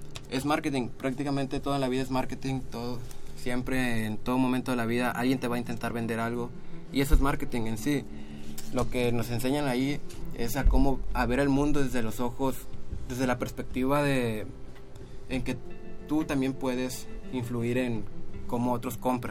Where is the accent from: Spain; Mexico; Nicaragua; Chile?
Mexico; Palau, Coahuila; yo soy de Palau y en realidad me quedan en carro como unos 15 minutos